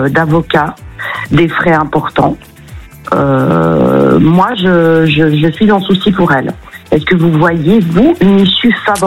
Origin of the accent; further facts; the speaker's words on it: Switzerland; moved away as an adult; now in France; Je viens de Suisse, moi, donc j'ai quitté la Suisse pour m'installer dans le Gers il y a environ maintenant 7 ans.